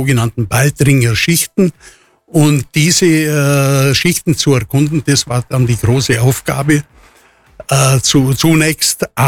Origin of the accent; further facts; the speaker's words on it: Breitenbrunn, Bavaria, Germany; bei uns in Bedernau im Ortsteil der Gemeinde Breitenbrunn